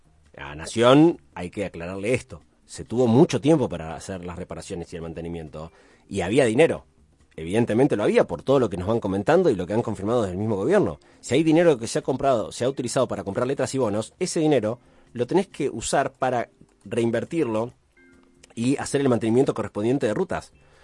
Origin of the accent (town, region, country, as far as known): Santa Fe, Argentina